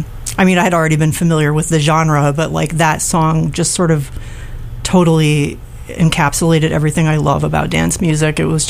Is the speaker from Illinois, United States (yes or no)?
yes; Chicago, Illinois, United States; moved away as an adult; I grew up in Chicago for the most part. My teen years were spent there in the 80s, showing my age here.